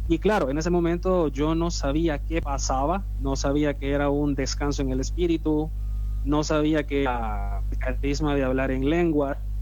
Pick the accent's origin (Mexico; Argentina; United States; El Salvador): El Salvador; born there; Soy salvadoreño de nacimiento, vivo en El Salvador también, aunque por diversos motivos, por lugares donde Dios y la evangelización me han llevado, me considero un costarricense y un guatemalteco más.